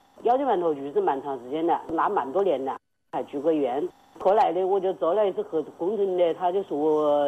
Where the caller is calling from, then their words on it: Wuhan, Hubei, China; 我武汉的。